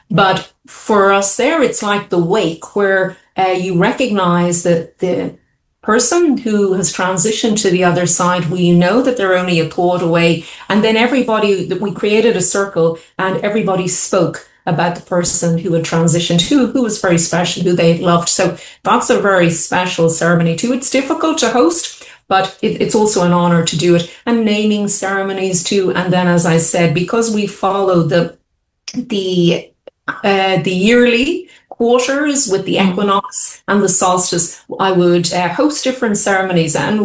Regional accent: Ireland; oh my goodness, I'm Irish. Let's go way back, yes, to the ancient times, to the bards, to the druids.

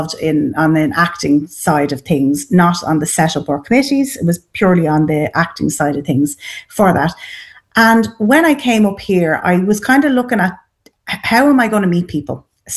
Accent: Dublin, Leinster, Ireland; moved away as an adult; now in East Meath, Ireland; I'm a blow-in. So I'm not originally from Meath. I'm from Dublin, and I moved into Eastmeath in COVID, during COVID. So I bought during COVID, and we moved in.

